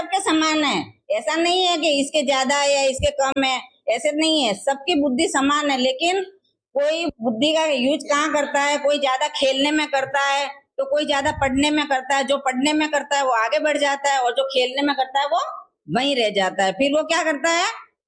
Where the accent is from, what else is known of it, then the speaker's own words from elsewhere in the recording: Rohida, Rajasthan, India; जैसे तुम एक गांव में रहते हो ना वैसे मैं भी गांव में ही पली बड़ी हूँ। मेरा जन्म भी रोहिड़ा गांव में हुआ था जो सिरोही डिस्ट्रिक्ट में है।